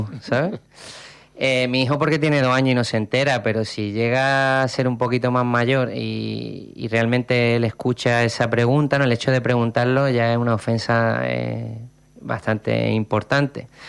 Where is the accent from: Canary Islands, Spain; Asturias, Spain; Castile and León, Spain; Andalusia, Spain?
Andalusia, Spain; Málaga; Somos, pues … soy de Málaga, me gusta Madrid en Semana Santa y me voy al Algarve en verano